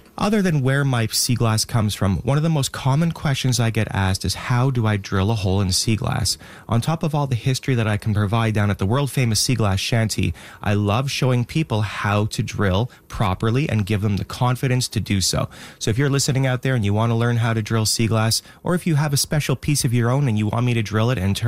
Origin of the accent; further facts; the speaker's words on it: Montreal, Quebec, Canada; also born or lived in Calgary, Alberta; now in Cape Breton, Canada; So I was born and raised in Montreal, but I found myself living out in Calgary, Alberta